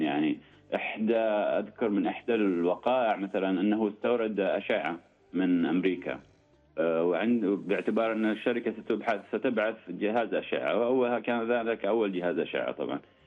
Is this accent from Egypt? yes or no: no; Oman; صدى هذه الخدمة وهذا المستشفى وخدماته في الذاكرة الراهنة والمعاصرة لنا كعمانيين وحتى للخليجيين